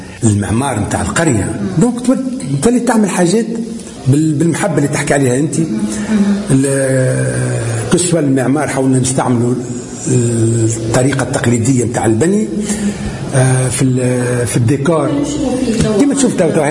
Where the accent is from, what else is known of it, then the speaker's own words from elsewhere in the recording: Tunis, Tunis Governorate, Tunisia; first language Amazigh (Berber); Arabic is a second language; moved away as an adult; now in Tamezret, Tunisia; أنا رغم اللي أصيل، نعتبر روحي أصيل القرية، رغم اللي أنا من مواليد تونس العاصمة، خاطر الوالد وجدي الله يرحمهم تحولوا من الثلاثين أواخر الثلاثينات لتونس للعمل، دونك مولود في تونس